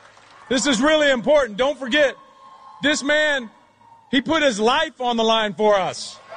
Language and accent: English; Houston, Texas, United States; I came over from Houston. Houston is my home with my family, but I came over here to see all of you.